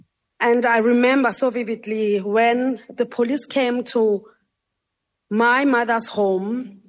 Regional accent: Cape Town, Western Cape, South Africa; moved away; I grew up in Khayelitsha, raised by a single parent, 7 of us at home

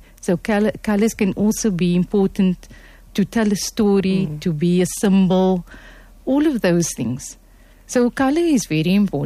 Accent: Cape Town, Western Cape, South Africa; You know, we come from Cape Town, and when I grew up and how I grew up wasn't, we were exposed to Arabic.

